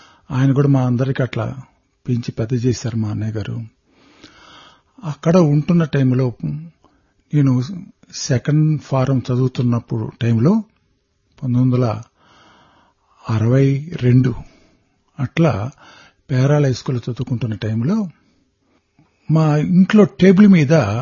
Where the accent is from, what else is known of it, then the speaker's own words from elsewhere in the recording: Devarampadu, Andhra Pradesh, India; also born or lived in Perala; మాది ఒంగోలు దగ్గర దేవరంపాడైన కుగ్రామం.